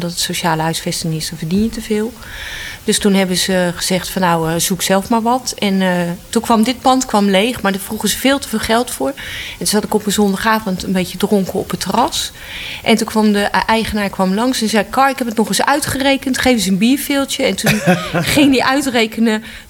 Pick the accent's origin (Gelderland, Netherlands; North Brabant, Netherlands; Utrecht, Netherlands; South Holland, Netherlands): Utrecht, Netherlands; born there; Ja, ik ben op de Oude Gracht geboren.